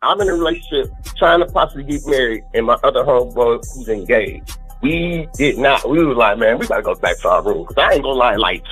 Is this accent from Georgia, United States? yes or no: yes; College Park, Georgia, United States; now in Atlanta, United States; And it's like, me, though I call from Atlanta, I'm really from College Park, Georgia, but I live in Atlanta.